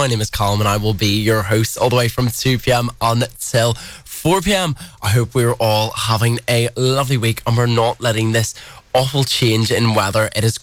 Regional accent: Ireland; accent: Irish; We'll play a song before my booming Irish accent comes in on the mic.

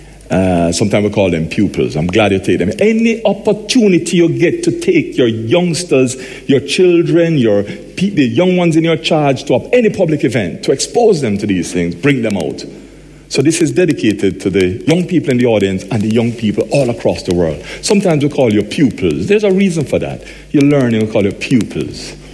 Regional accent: Jamaica; accent: Jamaican; by now you should be able to work out from my accent that I'm Jamaican. Some of you would have worked it out. As to, you know, I have a very strong accent.

